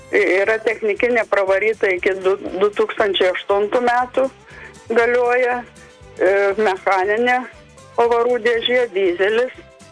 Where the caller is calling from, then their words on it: Šilutė, Klaipėda County, Lithuania; iš Šilutės.